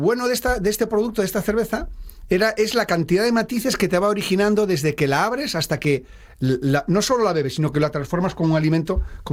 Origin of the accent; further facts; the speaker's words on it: Galicia, Spain; Y es que yo soy gallego.